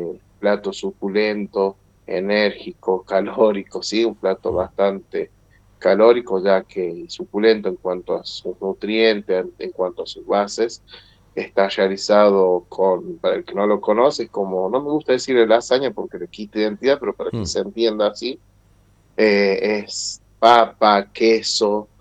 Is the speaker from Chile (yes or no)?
no; Belén, Catamarca, Argentina; Yo nací, bueno, en capital, en San Fernando del Valle, pero me considero totalmente belicho de que viví toda mi vida acá. Es mi tierra, la tierra que me vio crecer, de donde surgí, así que sí, soy de la ciudad de Belén.